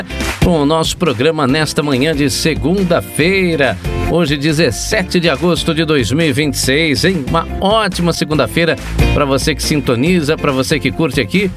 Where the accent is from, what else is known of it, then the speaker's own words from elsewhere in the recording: Minas Gerais, Brazil; Eu que sou mineiro